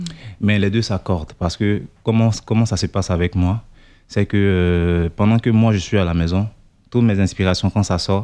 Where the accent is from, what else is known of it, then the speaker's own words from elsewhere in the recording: Côte d’Ivoire; moved away; on habitait un peu, du genre, une cour commune, là-bas en Afrique, en Côte d'Ivoire, parce que c'est okay. là d'où je viens. Je précise bien, je suis ivoirien.